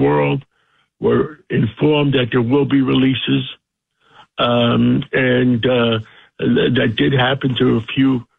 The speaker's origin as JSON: {"language": "English", "town": "Harlem", "region": "New York", "country": "United States", "tie": "born or raised there", "said": "And being from the poor side of town, growing up in Harlem, the one thing that did impress me about being up there, the grass was so green."}